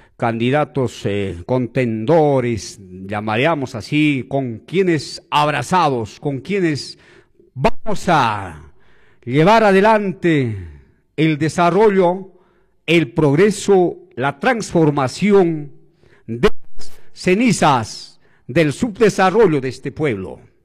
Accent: Chumbivilcas, Cusco, Peru; que gestionara para mi provincia de Chumbivilcas.

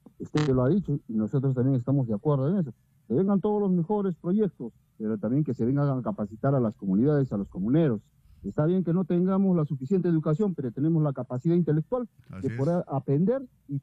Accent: Peru; para tener un servicio básico que como peruano nos corresponde.

